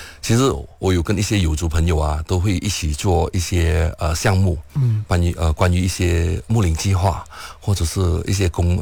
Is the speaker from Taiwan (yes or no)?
no; Malaysia; 我们马来西亚